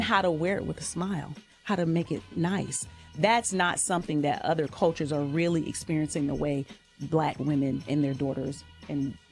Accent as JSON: {"language": "English", "region": "Southern United States", "country": "United States", "tie": "born or raised there", "said": "I was raised in the Bible Belt in church with a single Black mother."}